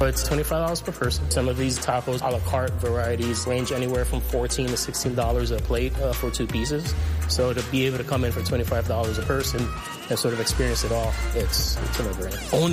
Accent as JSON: {"language": "English", "town": "New York City", "region": "New York", "country": "United States", "tie": "born or raised there", "said": "I'm a Puerto Rican heritage. I was born in New York, but living in the South Bronx where I grew up, there was a huge Mexican population around me."}